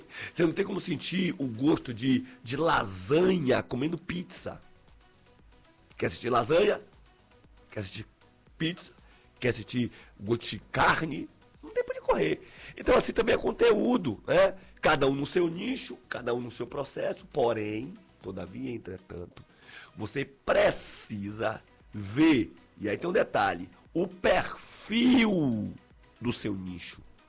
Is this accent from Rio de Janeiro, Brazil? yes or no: no; Salvador, Bahia, Brazil; A gente não, a gente é aqui de Salvador, calor o tempo todo.